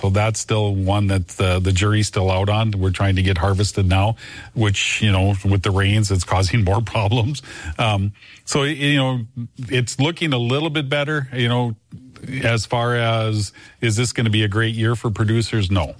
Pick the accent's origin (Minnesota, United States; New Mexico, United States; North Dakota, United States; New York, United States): North Dakota, United States; Milnor; born and raised in North Dakota, a farm in southeast part of the state down by Milner. Went to high school at Milner